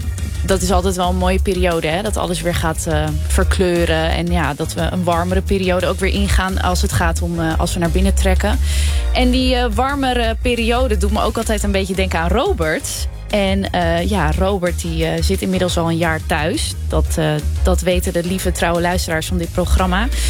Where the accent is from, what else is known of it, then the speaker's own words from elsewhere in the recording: Katwijk, South Holland, Netherlands; also born or lived in Rijnsburg; now in Hoofddorp, Netherlands; Ik kom oorspronkelijk uit Katwijk, bij Leiden. Ik woon in Hoofddorp.